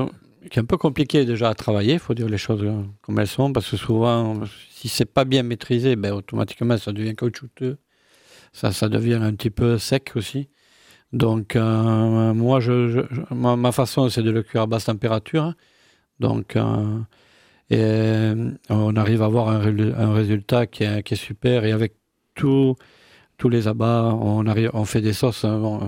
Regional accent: Narbonne, Occitanie, France; moved away; C'est Narbonne, en fait.

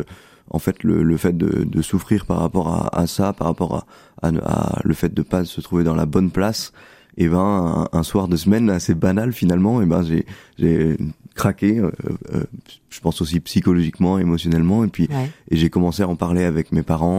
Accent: Compiègne, Hauts-de-France, France; parce que je suis originaire de Compiègne en Picardie.

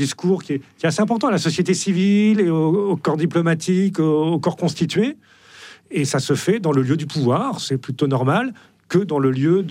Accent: Saint-Omer, Hauts-de-France, France; J'ai grandi à Saint-Omer, qui est une petite ville du Pas-de-Calais, qui a une cathédrale.

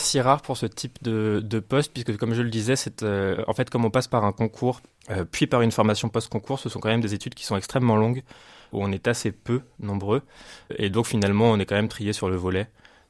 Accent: Paris, Île-de-France, France; Moi, c'est vrai, je connaissais pas du tout ni le musée ni sa région. J'ai grandi à Paris

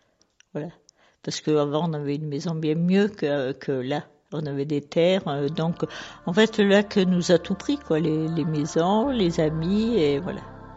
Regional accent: Savines-le-Lac, Provence-Alpes-Côte d'Azur, France; née en 52 et ayant connu Savine sans le lac. J'ai grandi à Savine et j'ai passé ma scolarité à Savine.

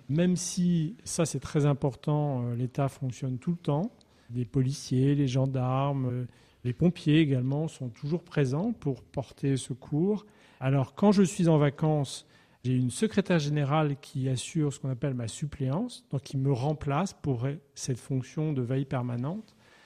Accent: Brittany, France; now in Haute-Loire, France; celui où j'ai grandi, la Côte d'Armor en Bretagne.

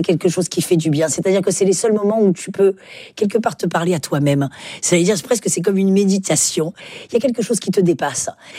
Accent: Occitanie, France; Oui, il faut dire que je viens des Cévennes. Mmh. Donc, j'étais plutôt gardienne de chèvres.

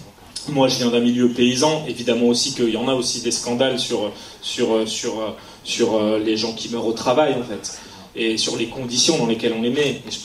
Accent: Grand Est, France; j'ai grandi en Haute-Marne, j'ai grandi juste à côté de Saint-Dizier.

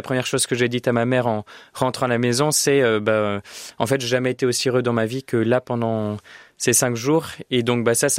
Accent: Orléans, Centre-Val de Loire, France; je suis né à Orléans et mes parents, j'ai 2 grandes sœurs, 3 grands frères et mes parents sont très croyants et mes frères et sœurs aussi. Donc en fait, j'ai grandi dans ce contexte-là

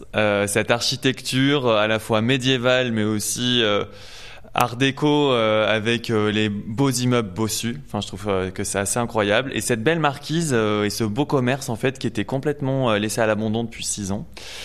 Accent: Annonay, Auvergne-Rhône-Alpes, France; parce que moi j'ai grandi donc en Ardèche à Annonay. Après je suis venu à Saint-Étienne

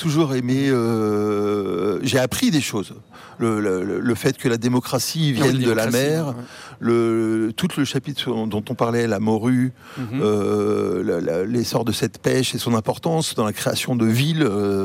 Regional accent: Martinique; moved away; moi, j'ai grandi à la Martinique et j'y retourne régulièrement.

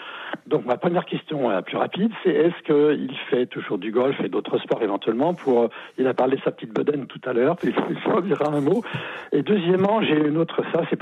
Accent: Auvergne-Rhône-Alpes, France; Je suis un Auvergnat. J'habite à côté de Clermont-Ferrand.

